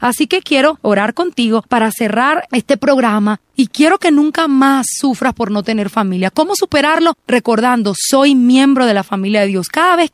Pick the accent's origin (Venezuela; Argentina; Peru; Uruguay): Venezuela; now in Colombia; yo soy venezolana